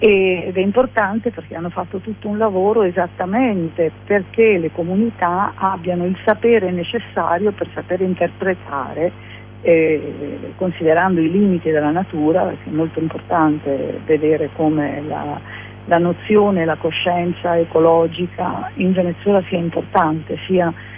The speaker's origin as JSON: {"language": "Italian", "region": "Liguria", "country": "Italy", "said": "io sono della Liguria, del Ponente Ligure, quindi ce l'abbiamo lì invece per costruzioni, per follie edilizie, dei ricchi che vogliono mettersi nei posti dove si vede di più, insomma quello che sappiamo dalle nostre parti."}